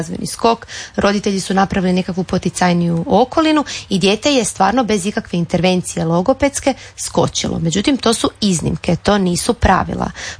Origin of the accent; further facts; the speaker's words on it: Zagreb, City of Zagreb, Croatia; Ja sam odrasla u Sesvetama, odnosno u Sesvetskom Kraljevcu, i to je bilo drugačije. To su bile široke ulice, nismo imali parkove, imali smo dvorišta.